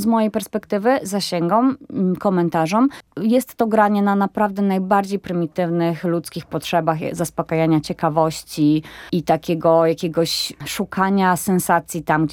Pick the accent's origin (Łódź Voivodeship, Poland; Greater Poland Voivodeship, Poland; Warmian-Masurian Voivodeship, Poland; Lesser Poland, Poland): Łódź Voivodeship, Poland; Łódź; bo jestem łodzianką i piotrkowską znam jak własną kieszeń